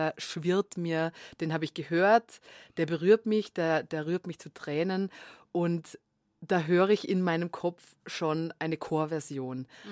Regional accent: Vienna, Austria; Im oberen Belvedere nämlich tatsächlich, in dem ich ganz selten war als Wienerin, weil ich das Gefühl habe, da gehen hauptsächlich TouristInnen hin.

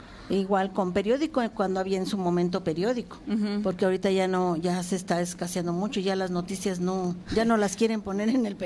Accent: Ezequiel Montes, Querétaro, Mexico; yo soy del municipio de Ezequiel Montes

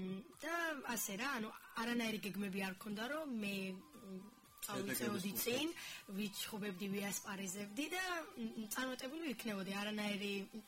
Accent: Adjara, Georgia; აჭარიდან ვარ

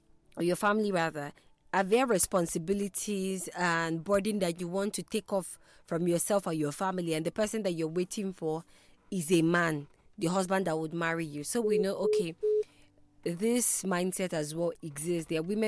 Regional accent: Igbo, Southeast, Nigeria; a lot of people who are Igbo, we are like, yeah, it's something that we see often around the Southeast.

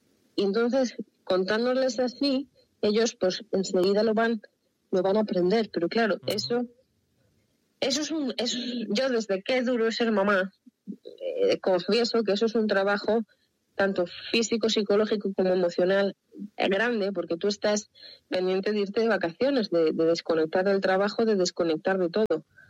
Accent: Valladolid, Castile and León, Spain; yo siendo vallisoletana, pero vallisoletana de las Bordes, de pura raza, soy fan de la Catedral de León.

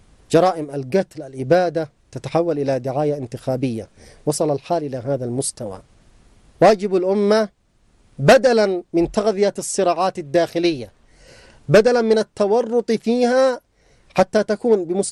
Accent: Yemen; نحن كشعب يمني من حقنا أن ننعم بالحرية والاستقلال

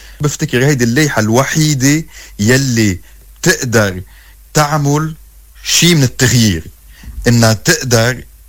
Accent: Lebanon; مشاكلنا نحن كلبنانية.

